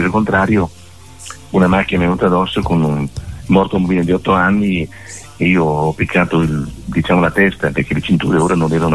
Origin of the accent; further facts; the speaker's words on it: Emilia-Romagna, Italy; born there; Io sono emiliano, sono nato in un paesino